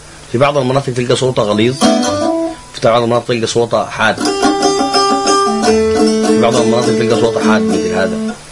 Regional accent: Sudan; عندنا في السودان يسميها النقارة،

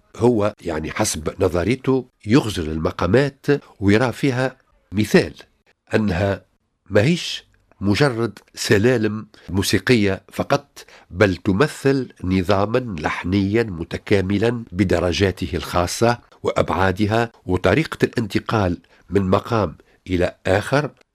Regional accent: Tunisia; عندنا في تونس

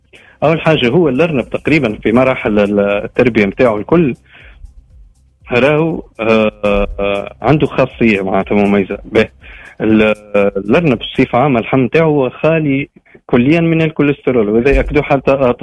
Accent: Tunisia; عندنا في تونس

